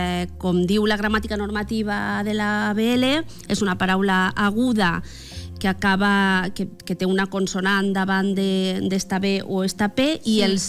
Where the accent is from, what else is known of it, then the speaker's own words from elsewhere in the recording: Bicorb, Valencian Community, Spain; now in Meliana, Spain; Jo sóc de Bicorb, la Canal de Navarrés. El gentilici és Bicorbí. I visc a Meliana.